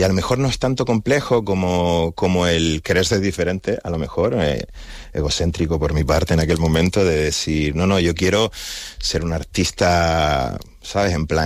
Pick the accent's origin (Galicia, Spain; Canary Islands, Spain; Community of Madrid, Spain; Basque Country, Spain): Canary Islands, Spain; dónde estoy yo en Canarias, dónde está Canarias para mí, quién soy yo como Canarias y cómo ese primer paisaje que vi cuando era niño me marcó de por vida, ¿no?